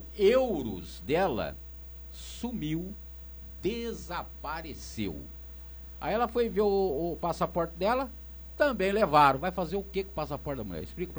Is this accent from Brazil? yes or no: yes; Pindamonhangaba, São Paulo, Brazil; É, porque eu sou de Moreira, tá?